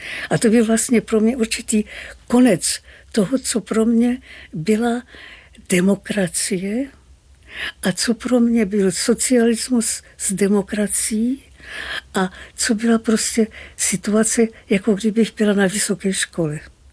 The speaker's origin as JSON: {"language": "Czech", "town": "Brno", "region": "South Moravian Region", "country": "Czechia", "tie": "born there", "also_born_or_lived": "Saarland", "moved": "yes", "said": "A to je Čechy, Morava, pro mě velmi důležitá Morava, protože jsem se narodila v Brně."}